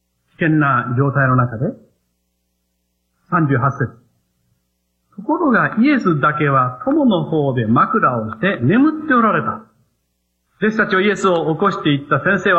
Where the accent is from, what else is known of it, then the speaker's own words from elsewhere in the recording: Tosashimizu, Kochi, Japan; now in Uchinada, Japan; 私も子供の頃四国で育ちましたので、四国のジョン万次郎、最初にアメリカに日本人として行ったジョン万次郎を産んだですね、その中野浜っていうところで育ったわけです。